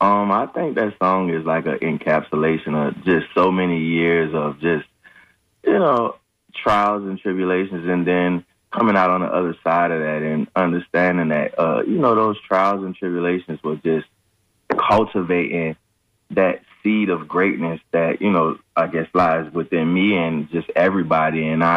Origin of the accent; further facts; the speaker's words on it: New Orleans, Louisiana, United States; And then I'm from New Orleans.